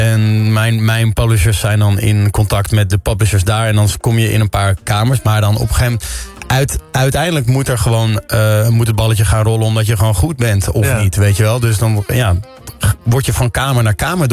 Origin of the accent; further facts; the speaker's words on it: Netherlands; Ik spreek voor een Nederlander uitzonderlijk goed Engels, maar voor een Amerikaan niet per se.